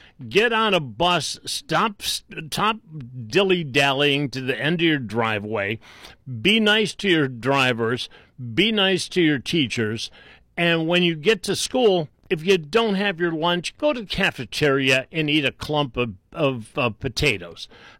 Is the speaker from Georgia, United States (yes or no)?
no; Willowick, Ohio, United States; I grew up in Willowick.